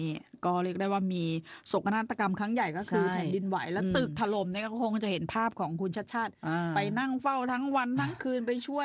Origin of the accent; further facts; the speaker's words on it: Bangkok, Thailand; ในฐานะคนกทมต้องพูดได้เต็มปากเต็มคำเหมือนกัน